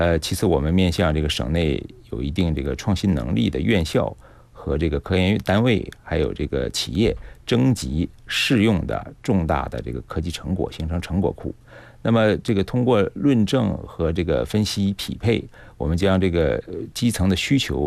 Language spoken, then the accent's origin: Chinese; Guangdong, China; 大家都知道我们广东人很爱吃的一种叫脆肉罗非鱼